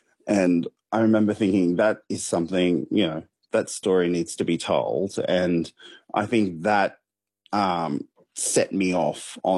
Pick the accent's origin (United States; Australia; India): Australia; Bourke, New South Wales; Growing up in Bourke, I loved my community